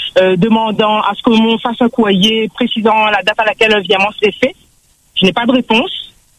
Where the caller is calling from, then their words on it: Sainte-Marie, Réunion; Je suis de Sainte-Marie.